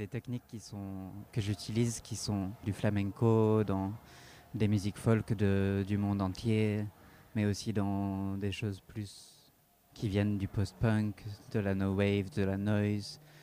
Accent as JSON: {"language": "French", "country": "United Kingdom", "first_language": "English", "second_language": "French", "said": "C'est en anglais. Je suis d'origine anglaise et écossaise. Et j'écris tout en anglais, qui est ma langue maternelle."}